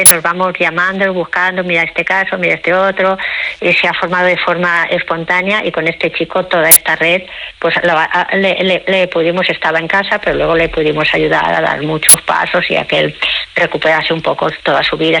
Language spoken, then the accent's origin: Spanish; Badalona, Catalonia, Spain; porque yo volví a Badalona, yo soy de Badalona, pero he estado muchos años viviendo fuera de Badalona